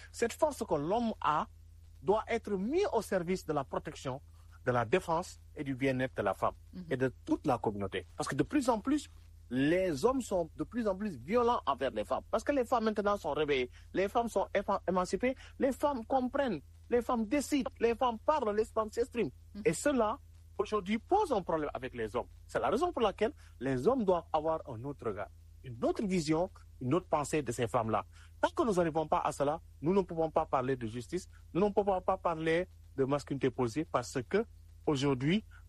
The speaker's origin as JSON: {"language": "French", "country": "Senegal", "said": "nous sommes des hommes, nous sommes des Africains, nous sommes des Sénégalais."}